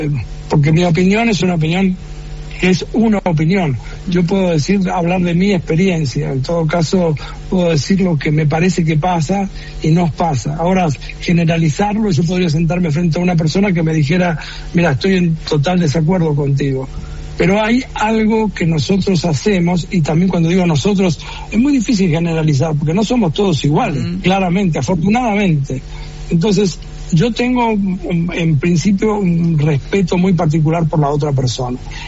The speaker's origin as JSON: {"language": "Spanish", "country": "Argentina", "said": "Los argentinos no somos así"}